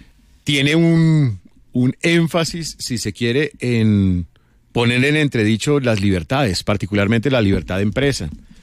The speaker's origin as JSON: {"language": "Spanish", "country": "Colombia", "said": "los colombianos no somos tontos"}